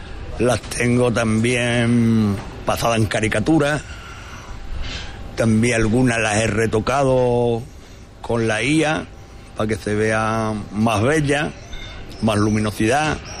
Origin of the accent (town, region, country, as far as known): Lepe, Andalusia, Spain; born or raised there